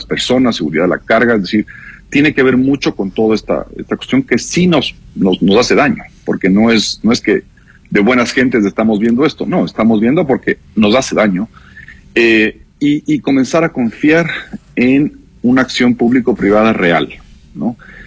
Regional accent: Ecuador

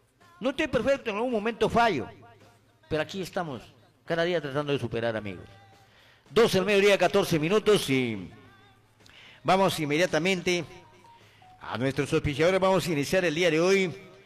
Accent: Peru; un pueblo entero, que somos más de 33 millones y millones de peruanos

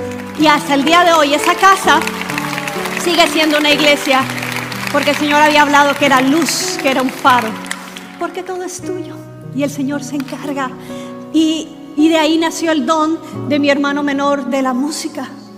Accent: Barranquilla, Atlántico, Colombia; Mi hermano en un piano, el otro con el tambor, claro, porque somos barranquilleros, no tiene que haber tambor, por supuesto, una tambora.

